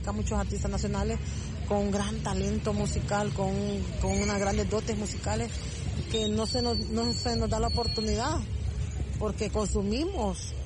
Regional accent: El Salvador; nosotros por lo menos seamos escuchados por ustedes y seamos reconocidos como el tesoro musical que somos, el tesoro salvadoreño.

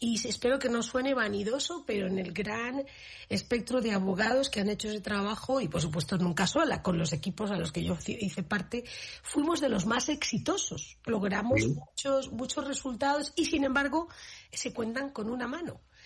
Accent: Spain; moved away as an adult; now in United States; soy española, pero me mudé, emigré a Estados Unidos en los años 90

